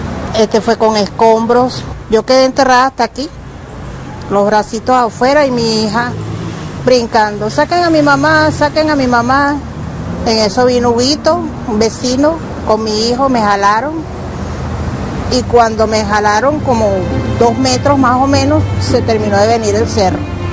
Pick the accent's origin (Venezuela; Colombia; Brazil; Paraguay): Venezuela; Calabozo, Guárico; now in La Guaira, Venezuela; Yo no soy de La Guaira, soy de Calabozo, estado Guárico, pero tengo 50 años en La Guaira.